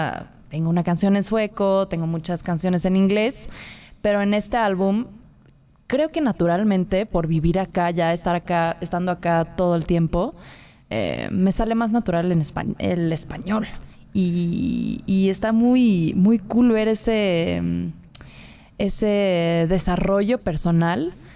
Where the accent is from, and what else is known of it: Mexico; Spanish is a second language